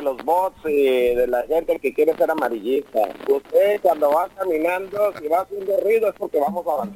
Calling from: Tijuana, Baja California, Mexico; De Tijuana, de la Colonia García.

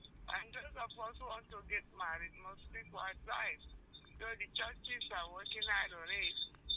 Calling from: Iran; English is a second language; I'm reaching you from Iran.

